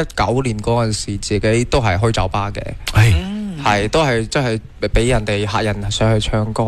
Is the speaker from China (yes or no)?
yes; Guangzhou, Guangdong, China; also born or lived in Chaoshan; 我来自潮汕，我是潮汕地区的、哦，但是我从小在广州长大。